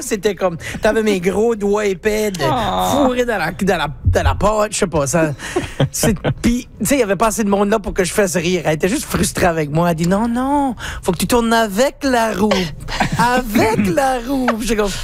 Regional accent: Acadia, Canada; en tant qu'Acadien qui utilise beaucoup, beaucoup de mots anglais, qui utilise des régionalismes

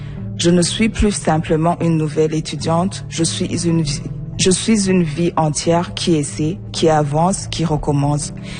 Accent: Burundi; now in Sudbury, Canada; Je suis burundaise.

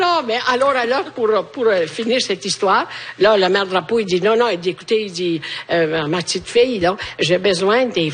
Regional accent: Italy; Chez nous, en Italie, il fait chaud.

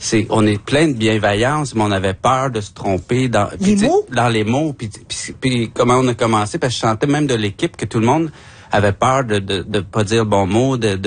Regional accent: Joliette, Quebec, Canada; je viens de Joliette

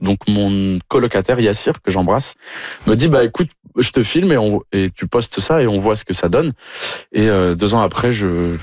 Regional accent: Toulouse, Occitanie, France; Moi, je viens du sud-ouest de la France et je faisais beaucoup de rugby.

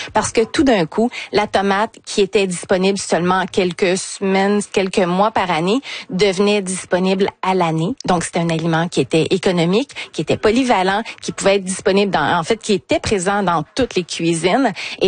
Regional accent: Canada; l'Amérique du Sud vers le nord, vers chez nous au Canada

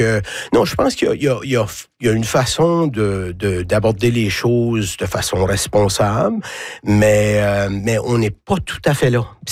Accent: Cap-Pelé, New Brunswick, Canada; C'est particulier pour moi, là. Je suis originaire de Capelée.

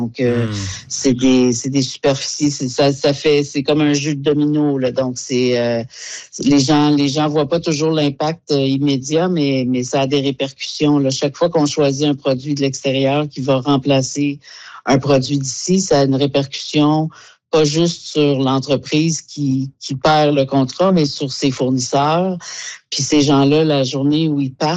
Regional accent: Quebec, Canada; Moi, je viens du Québec.

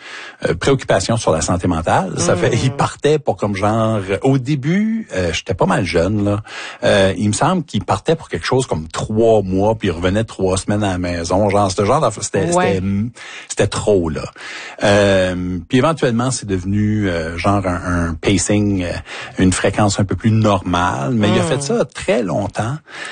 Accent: Grand-Anse, New Brunswick, Canada; Non, je viens de Grand-Anse. C'est juste à côté d'Anse.

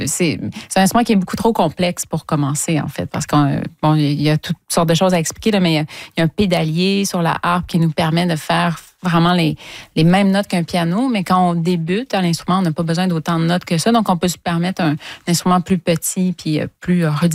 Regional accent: Trois-Rivières, Quebec, Canada; Donc, mais c'est qu'en fait, je viens de Trois-Rivières. J'ai habité longtemps à Trois-Rivières, puis on allait voir l'Orchestre symphonique de Trois-Rivières.

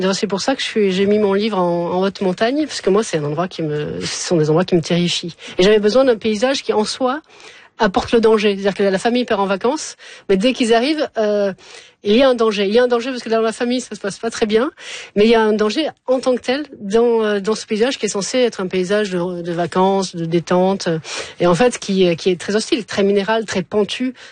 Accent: Montpellier, Occitanie, France; born there

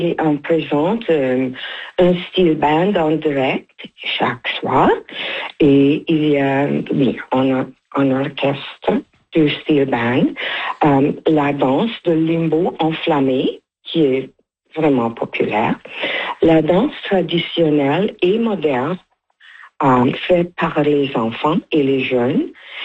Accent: Trinidad & Tobago; now in Manitoba, Canada; de Trinidad et Tobago.

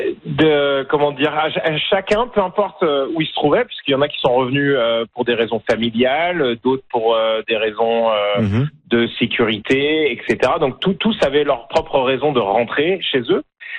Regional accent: France; moved away as an adult; now in Sunshine Coast, Canada; Comme vous pouvez l'entendre, j'ai un accent un peu différent de l'accent franco-canadien habituel. Je suis originaire de France, mais je vis au Canada depuis une vingtaine d'années. Et donc, ça fait bien longtemps que je suis canadien et je me sens à la maison au Canada.

